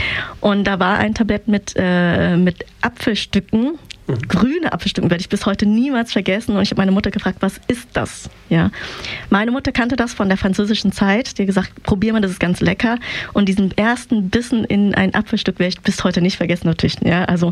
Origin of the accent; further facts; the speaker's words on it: Vietnam; German is a second language; now in Germany; Ja, wo die ganzen vietnamesischen Flüchtlinge gelebt haben. Und da sieht man, wie viele von uns da waren.